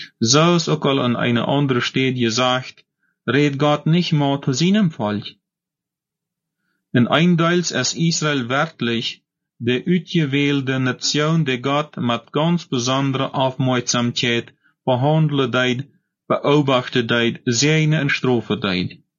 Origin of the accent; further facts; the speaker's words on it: Paraguay; Und wenn ich von dort weiter will, was in meiner Heimat in Paraguay oder in Deutschland für sich gehen wird, dann höre ich einfach die Nachrichten in der deutschen Wahl.